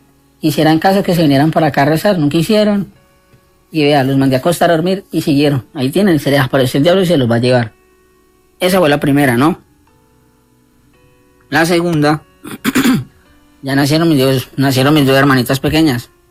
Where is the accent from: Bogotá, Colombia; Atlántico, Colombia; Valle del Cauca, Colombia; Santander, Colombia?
Valle del Cauca, Colombia; Cali; Vivíamos en una casa de 3 pisos aquí en Cali, en el barrio Guaval.